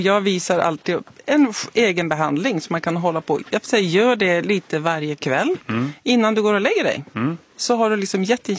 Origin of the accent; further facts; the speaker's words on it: Norway; Swedish is a second language; now in Sweden; får ju inte bli arg i det här landet. Och jag bara, nej, det är skillnad på Norge och Sverige, för jag är norsk.